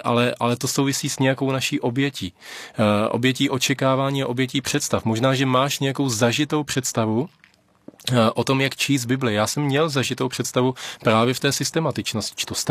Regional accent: Kolín, Central Bohemian Region, Czechia; já jsem pocházím z Kolína, tam mají takovou výtečnou pekárnu

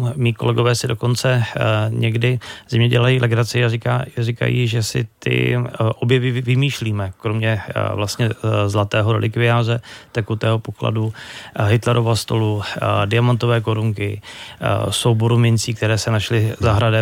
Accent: Plzeň, Plzeň Region, Czechia; Tak já jsem původem z Plzně

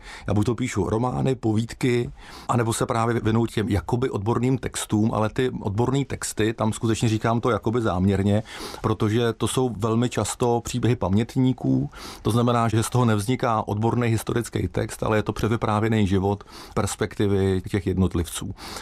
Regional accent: České Budějovice, South Bohemian Region, Czechia; also born or lived in Pardubice / Prague / Liberec; Já jsem rodilý Budějčák, bydlel jsem tam vlastně do vysoké školy, pak jsem si dal takový čas cestování, kde jsem studoval v Pardubicích, pak jsme s manželkou, která pochází z Českého ráje, nějaký čas žili v Praze, v Liberci, tak jsme putovali, až jsme se zase vrátili do Budějic

